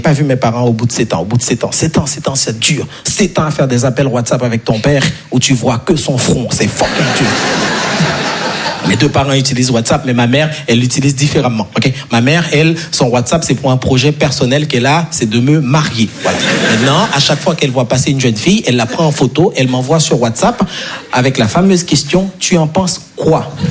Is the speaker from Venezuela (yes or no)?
no; Haiti; moved away; Moi je suis très frileux, je vais pas vous mentir, parce que je suis né et grandi en Haïti, et en Haïti on n'a pas les quatre saisons, okay?